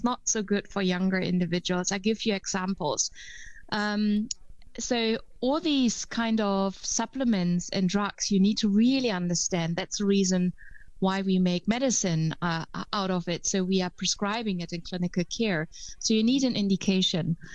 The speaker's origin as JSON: {"language": "English", "country": "Germany", "second_language": "English", "moved": "yes", "lives_now": "Netherlands"}